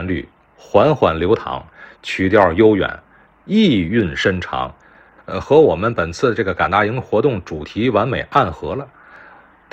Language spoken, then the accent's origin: Chinese; Tianjin, China; 仿佛我就回到了拆迁前的咱天津的杨柳青了